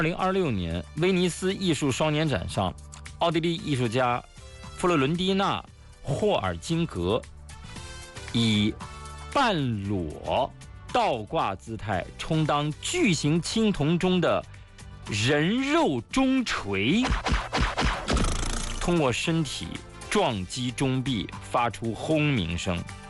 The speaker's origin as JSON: {"language": "Chinese", "region": "Shanxi", "country": "China", "tie": "born or raised there", "said": "把目光投向我的老家山西啊。"}